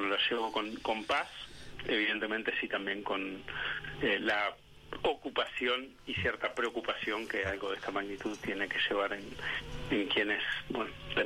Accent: Uruguay; Soy uruguayo.

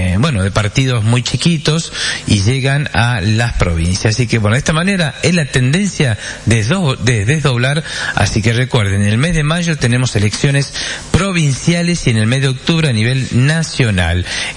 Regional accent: Salta, Argentina; nuestra provincia de Salta

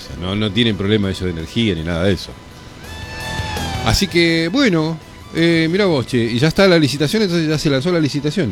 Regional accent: Argentina; nosotros somos la República Argentina

